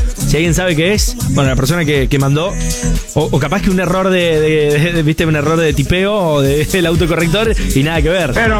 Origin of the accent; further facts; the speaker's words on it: Alcaraz, Entre Ríos, Argentina; Hola, vida, vamos viajando María Grande, somos de Alcaraz, Entre Ríos.